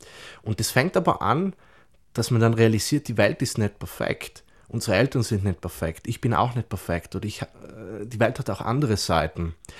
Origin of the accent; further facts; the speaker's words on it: Wolfsgruben, Trentino-Alto Adige, Italy; Naturbilder drin, die ich aus meinem Heimatort genommen habe, weil Wolfsgruben ist für mich immer noch prägend.